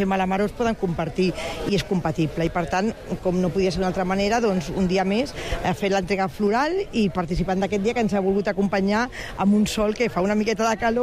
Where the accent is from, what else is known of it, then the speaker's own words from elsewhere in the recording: Catalonia, Spain; Jo sempre dic que jo sóc catalana, sóc espanyola, jo crec que les dues coses són compatibles